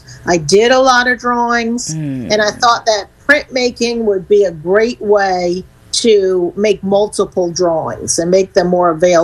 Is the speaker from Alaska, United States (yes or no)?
no; Philadelphia, Pennsylvania, United States; moved away as an adult; now in Savannah, Georgia, United States; because I'm from Philly.